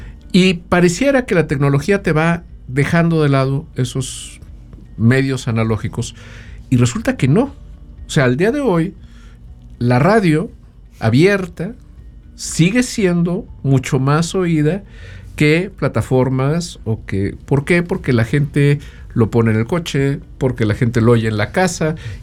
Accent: San Luis Potosí, Mexico; yo soy muy potosino

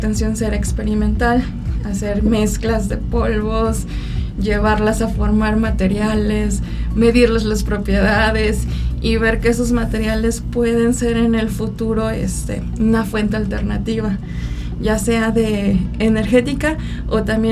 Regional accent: Veracruz, Mexico; moved away as an adult; also born or lived in Querétaro; now in San Luis Potosí, Mexico; Yo soy de Veracruz, entonces estudié en Jalapa

